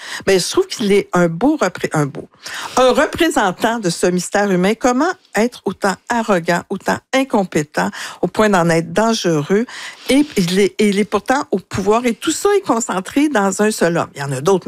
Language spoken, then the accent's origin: French; Quebec, Canada